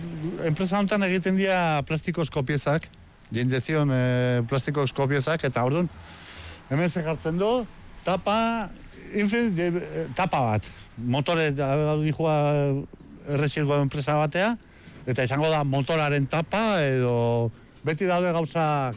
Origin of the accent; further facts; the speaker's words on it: Basque Country, Spain; ni baukat patria, ni euskalduna naiz eta puntxo, ez?